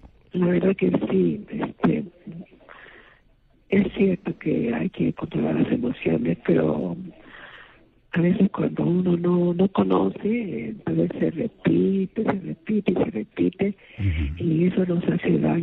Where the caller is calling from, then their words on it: Chincha Alta, Ica, Peru; le estoy llamando en la ciudad de Chincha.